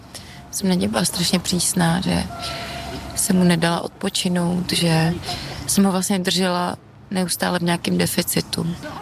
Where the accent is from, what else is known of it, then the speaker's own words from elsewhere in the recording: Trutnov, Hradec Králové Region, Czechia; na terapii jsme tomu vždycky říkali, že mám pocit, že jsem řepa z Trutnova.